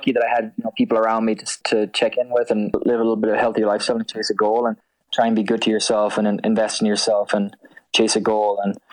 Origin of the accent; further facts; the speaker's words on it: Ireland; moved away; as someone growing up in Ireland who had no exposure